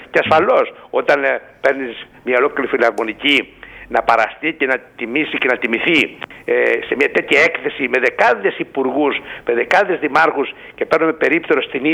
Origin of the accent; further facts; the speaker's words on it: Lafki, Ionian Islands, Greece; το χωριό μου το λάφκι